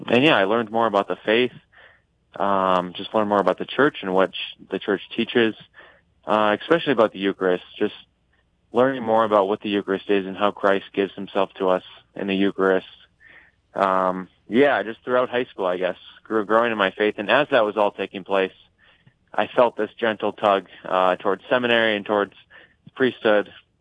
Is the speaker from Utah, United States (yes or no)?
no; Jamestown, North Dakota, United States; I grew up in Jamestown, North Dakota, just an hour and a half west of Fargo. And yeah, I grew up there too. Catholic family, we were raised in the sacraments.